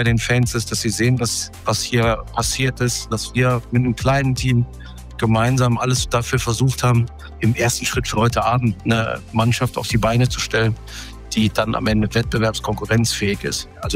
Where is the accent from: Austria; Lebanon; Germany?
Germany; Aachen, North Rhine-Westphalia; born there; Ich bin gebürtig aus dem Rheinland in Aachen.